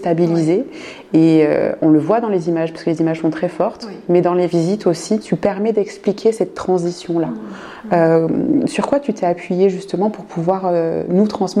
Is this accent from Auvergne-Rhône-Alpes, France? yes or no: yes; Auvergne-Rhône-Alpes, France; ce sont des oiseaux qu'on n'a pas nous chez nous en France, dans la Drôme, dans l'Ardèche.